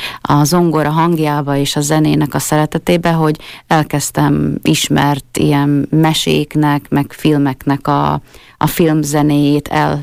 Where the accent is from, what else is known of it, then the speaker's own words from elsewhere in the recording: Tardoskedd, Nitra Region, Slovakia; Igen, Tardoskedről származom, ez érsekújvári járásban található, egyébként Szlovákia egyik legnagyobb faluja.